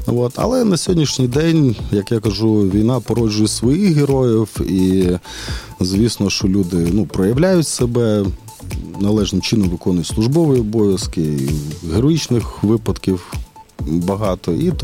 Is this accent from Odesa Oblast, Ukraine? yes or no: no; Ivano-Frankivsk, Ivano-Frankivsk Oblast, Ukraine; Я теж з Франківська.